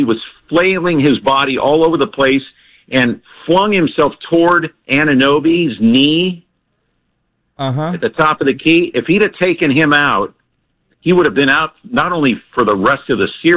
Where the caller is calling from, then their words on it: New York, United States; I'm calling from New York